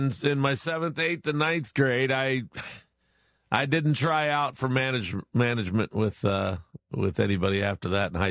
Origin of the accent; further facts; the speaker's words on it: Marion, United States; born or raised there; moved away